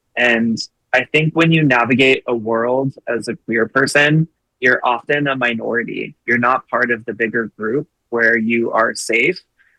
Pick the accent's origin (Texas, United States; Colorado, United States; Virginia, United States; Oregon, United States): Colorado, United States; when I grew up in Colorado